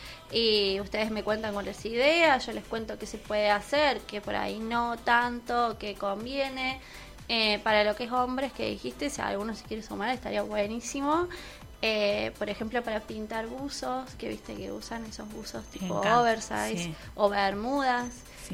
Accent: San Luis, Argentina; De un pueblo de San Luis, porque yo soy de San Luis.

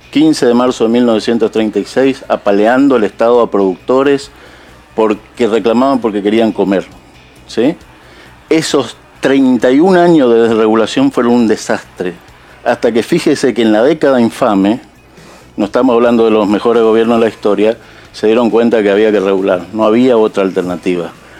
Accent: Jardín América, Misiones, Argentina; yo soy de Jardín América, Misiones

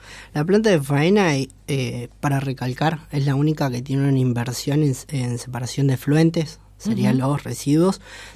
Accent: Río Grande, Tierra del Fuego, Argentina; also born or lived in Tucumán; now in Ushuaia, Argentina; Criado en Río Grande, así es.

